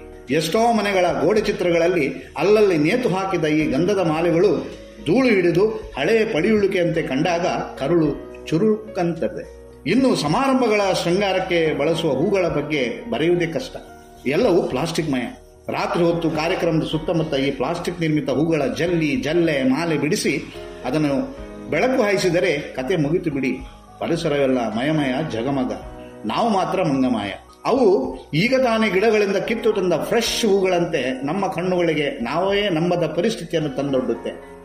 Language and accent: Kannada; Shankarapura, Karnataka, India; ಇದು ನನ್ನೂರ ಶಂಕರಪುರದ ಹೆಮ್ಮೆಯ ಮಲ್ಲಿಗೆ.